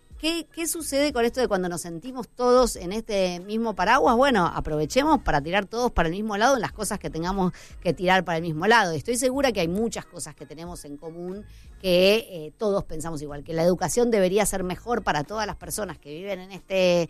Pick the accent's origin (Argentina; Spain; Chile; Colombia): Argentina; somos todos argentinos, eso está claro, ¿no?